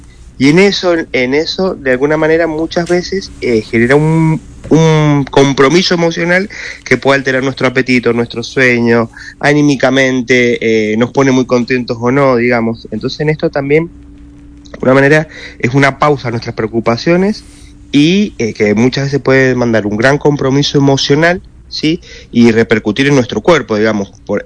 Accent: Argentina; como argentinos, que somos la mayoría futboleros

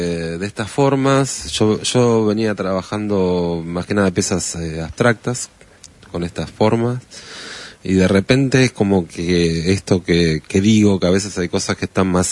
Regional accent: Lincoln, Buenos Aires Province, Argentina; Vengo de Lincoln. Lincoln.

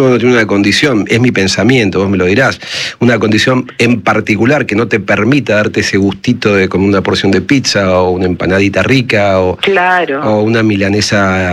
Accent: Luján, Buenos Aires Province, Argentina; yo vivía en un barrio, vos también sos de Luján

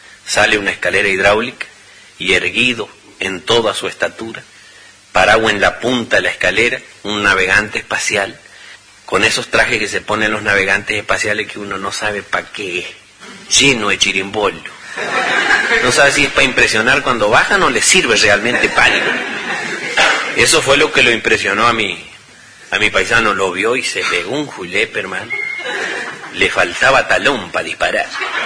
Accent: Chaco, Argentina; now in Buenos Aires, Argentina

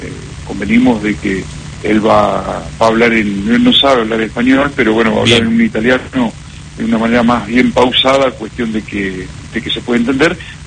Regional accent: Argentina; nosotros como descendientes italianos acá en Argentina

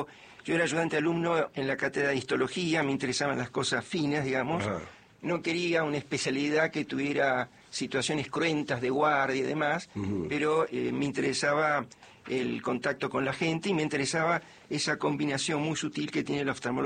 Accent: Mar del Plata, Buenos Aires Province, Argentina; Yo nací en La Plata... Mi familia se trasladó inmediatamente a Mar del Plata, ahí transcurrió mi niñez, mi adolescencia

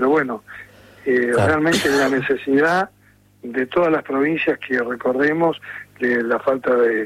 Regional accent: Argentina; no podemos permitirnos como argentinos

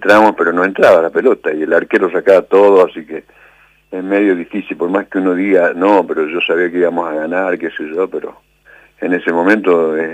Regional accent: Argentina; somos argentinos

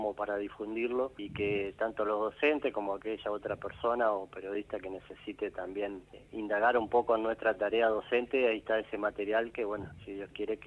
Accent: Ibicuí, Entre Ríos, Argentina; Yo soy nacido y criado en Ibicuí, en Isla del Ibicuí, provincia de Entre Ríos.

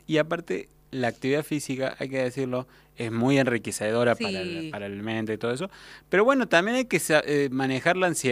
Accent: Argentina; en esta tierra de gente que somos argentinos, futboleros y consumidores de drogas analgésicas de por sí.

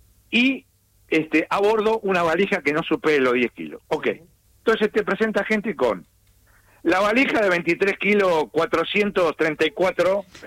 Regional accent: Argentina; soy argentino yo también

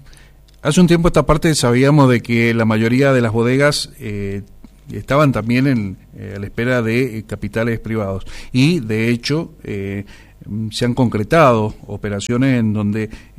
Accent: Luján de Cuyo, Mendoza, Argentina; sentirse orgulloso uno como mendocino, como lujanino

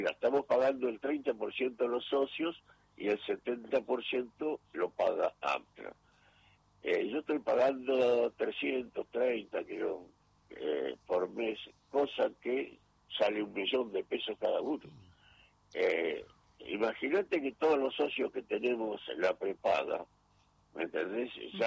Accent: Argentina

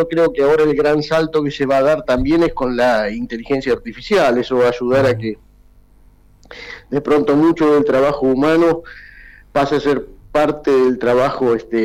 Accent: Buenos Aires, Argentina; born there; moved away; nací en Capital Federal. Y me vine acá en el año 86

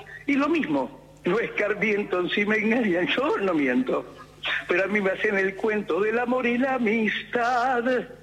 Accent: Buenos Aires, Argentina; Yo nací en Avellaneda 373, en el Sanatorio del Carmen, donde hoy hay un hotel.

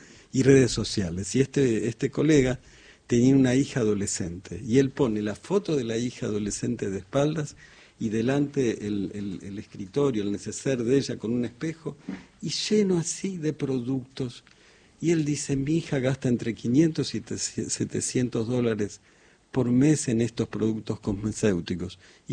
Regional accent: Argentina; yo soy re argentino y digo, bueno, este país ha recibido históricamente

